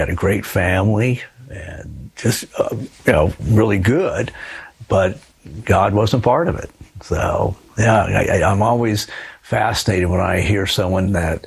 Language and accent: English; California, United States; born there; And so I was born in Southern California.